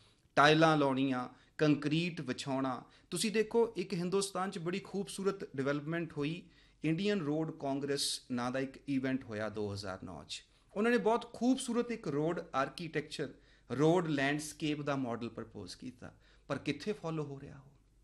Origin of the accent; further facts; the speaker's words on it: Patiala, Punjab, India; ਸਾਡਾ ਸ਼ਹਿਰ ਪਟਿਆਲਾ ਹੀ ਲੈ ਲਓ